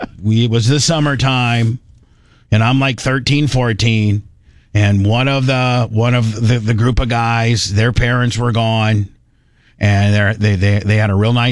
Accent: Midwest, United States; I was just a regular kid growing up in the Midwest

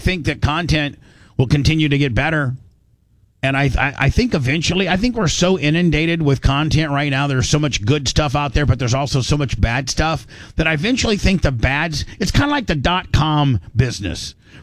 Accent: Tampa, Florida, United States; I'm from Tampa and probably won't be in Panama City, but maybe once a year.

